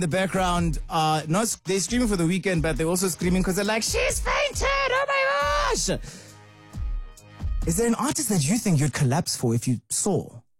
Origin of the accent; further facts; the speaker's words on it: South Africa; It's upsetting as a South African, as an African.